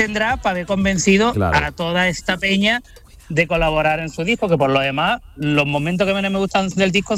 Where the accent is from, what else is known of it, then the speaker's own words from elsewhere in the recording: Andalusia, Spain; Sí, Fernando y yo somos los únicos andaluces que no sabemos ni una canción